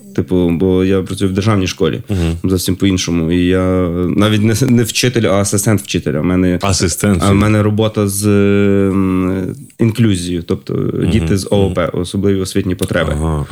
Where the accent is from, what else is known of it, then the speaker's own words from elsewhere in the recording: Lviv, Lviv Oblast, Ukraine; Довженка, оскільки я з Сихова, старого Сихова.